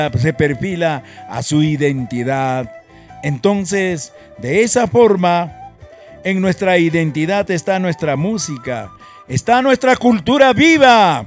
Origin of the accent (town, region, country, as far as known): Peru